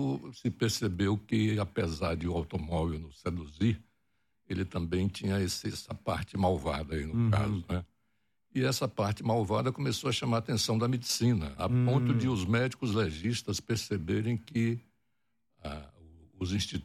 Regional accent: Mundo Novo, Bahia, Brazil; born there; moved away; Nasci na Chapada Diamantina, uma cidade chamada Mundo Novo.

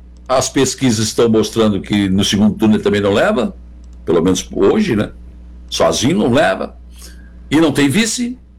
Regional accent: São José do Rio Preto, São Paulo, Brazil; now in Florianópolis, Brazil; eu passei na faculdade para Florianópolis, mas eu sou de São Paulo, de Rio Preto, né?

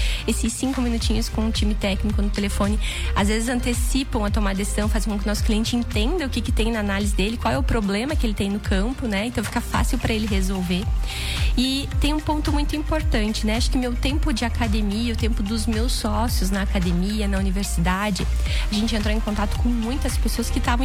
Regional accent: Canoinhas, Santa Catarina, Brazil; Não, eu sou natural de Canoinhas, norte do estado.

